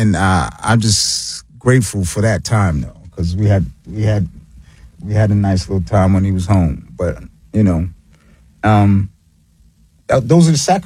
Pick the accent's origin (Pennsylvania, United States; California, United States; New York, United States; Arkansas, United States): New York, United States; New York City; I'm from South Jamaica, Queens, New York.